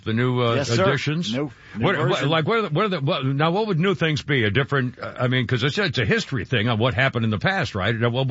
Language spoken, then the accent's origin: English; New England, United States; moved away; up where I was raised in New England